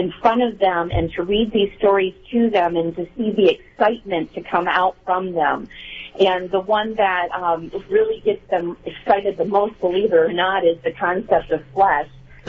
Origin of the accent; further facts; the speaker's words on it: Detroit, Michigan, United States; now in Lafayette, Alabama, United States; we're from Michigan, and I'm from Detroit myself.